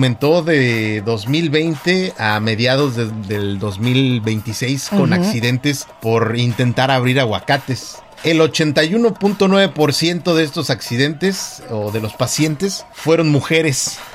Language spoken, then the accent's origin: Spanish; Mexico; como los mexicanos, ¿no? Que somos